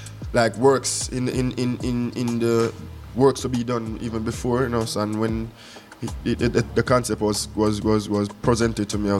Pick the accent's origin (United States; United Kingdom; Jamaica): Jamaica; I'm a Jamaican artist, I'm a Caribbean artist first